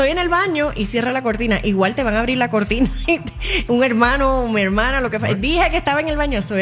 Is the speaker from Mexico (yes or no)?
no; Toa Alta, Puerto Rico; Yo crecí en Toalta, en una casita de madera, no había dinero, no había puertas.